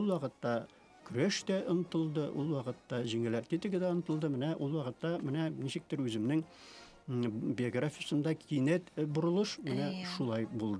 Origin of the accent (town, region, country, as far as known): Tatarstan, Russia; born there